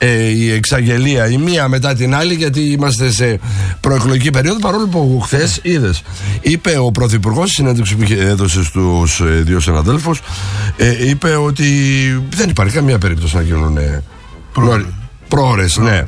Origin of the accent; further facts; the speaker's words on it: Crete, Greece; και επειδή είμαστε και από την Κρήτη, είμαστε και κριτικοί και τα γνωρίζουμε και όλα πάρα πολύ καλά.